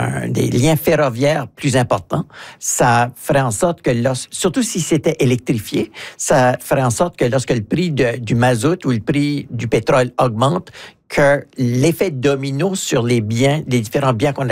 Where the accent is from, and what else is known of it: Atlantic Canada, Canada